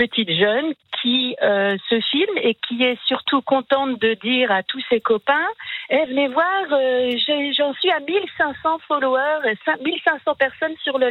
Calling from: Reims, Grand Est, France

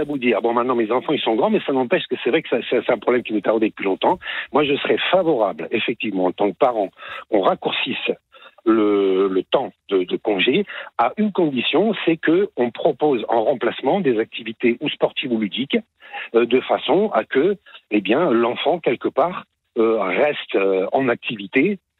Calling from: Toulon, Provence-Alpes-Côte d'Azur, France; Je s'appelle de Toulon.

